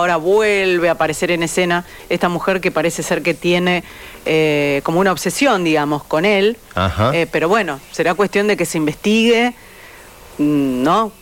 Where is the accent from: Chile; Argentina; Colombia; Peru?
Argentina